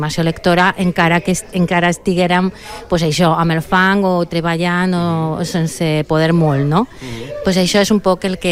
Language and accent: Catalan; Zaragoza, Aragon, Spain; Catalan is a second language; now in Catarroja, Spain; Jo sóc de Zaragoza.